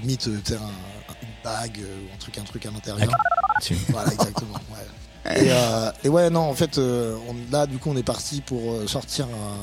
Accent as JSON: {"language": "French", "region": "Île-de-France", "country": "France", "said": "j'ai pas envie de faire semblant que je suis de l'East London alors que je suis du sud de Paris"}